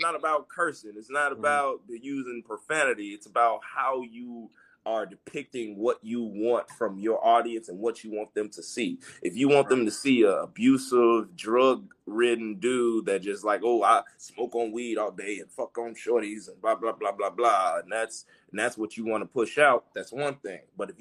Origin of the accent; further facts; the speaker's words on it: Chicago, Illinois, United States; I'm from Chicago, man. My mama from Eaglewood.